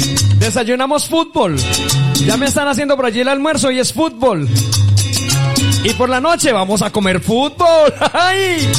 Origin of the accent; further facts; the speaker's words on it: Colombia; como decimos en Colombia.